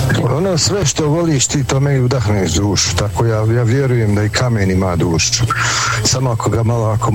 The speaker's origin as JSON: {"language": "Bosnian", "country": "Bosnia & Herzegovina", "said": "Ja sam bio Bosanac"}